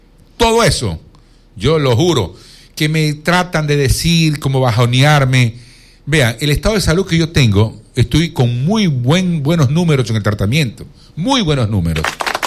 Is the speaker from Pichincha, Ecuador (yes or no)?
no; Quevedo, Los Ríos, Ecuador; con todas las ganas de servir a mi tierra, a Quevedo